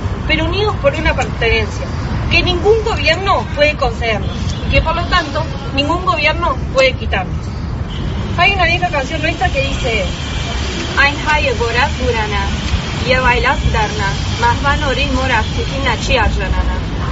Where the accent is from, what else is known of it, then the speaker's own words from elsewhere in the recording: Uruguay; somos armenios, que somos uruguayos